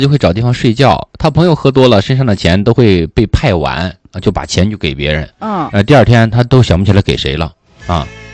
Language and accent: Chinese; Shandong, China; accent: Shandong dialect; now in Haikou, China; 关键是我说山东话，你能听明白不？是不是？啊，我也能用山东话来主持节目，